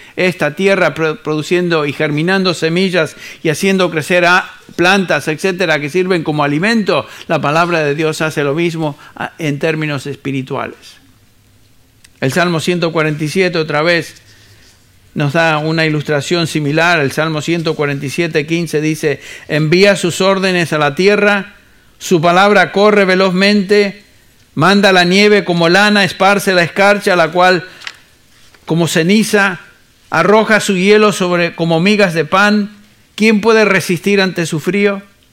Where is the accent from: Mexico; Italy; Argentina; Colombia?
Argentina; moved away; also born or lived in Chile; allá en mi país de donde vine. Nací en otro país, pero me crié en Argentina. Nací en Chile